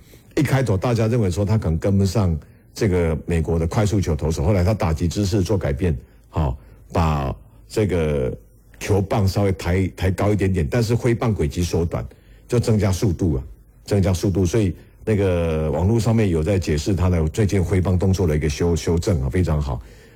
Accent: Taiwan; 我们台湾人非常非常羡慕嘛

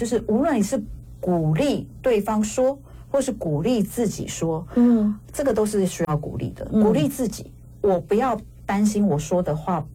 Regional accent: Taiwan; now in Arizona, United States; 因为我是台湾人嘛

